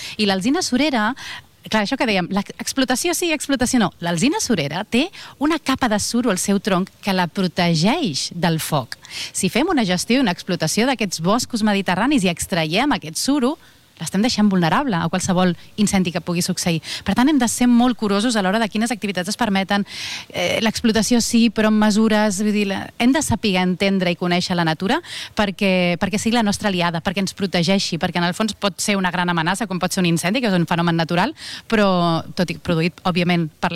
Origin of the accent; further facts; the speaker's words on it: Rupià, Catalonia, Spain; Jo algun dia has de venir al meu poble, a Rupià